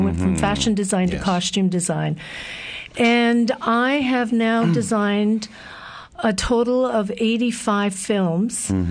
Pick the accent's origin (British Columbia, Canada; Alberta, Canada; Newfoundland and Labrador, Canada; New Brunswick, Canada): British Columbia, Canada; Vancouver; my experience growing up in Vancouver, seeing where it started and seeing where it's ended up, and noticing the difference.